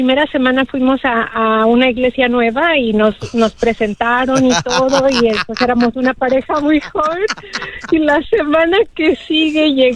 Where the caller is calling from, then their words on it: San Antonio, Texas, United States; Hablo de San Antonio.